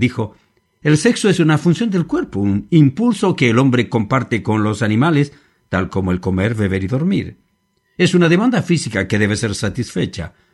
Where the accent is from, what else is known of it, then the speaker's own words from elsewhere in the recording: Chile; muchos otros en mi país